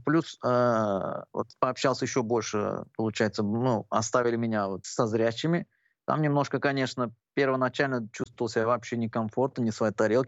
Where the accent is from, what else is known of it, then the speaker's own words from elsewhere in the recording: Azerbaijan; я азербайджанец